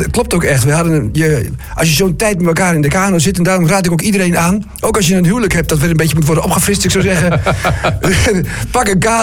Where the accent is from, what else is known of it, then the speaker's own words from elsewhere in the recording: Westerwolde, Groningen, Netherlands; Dus ik ben geboren en getogen in Westerwolde. En ik groeide op langs de Ruiten aan, langs de oevers. En het was toen nog een gekanaliseerd riviertje, een gekanaliseerd beekje. En dat is nu weer helemaal gehermeanderd.